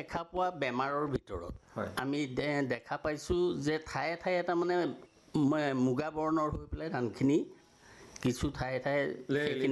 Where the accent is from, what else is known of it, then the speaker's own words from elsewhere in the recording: Putani Kamar Gaon, Assam, India; মোৰ ঘৰ হৈছে পুতনি কমাৰ গাঁও।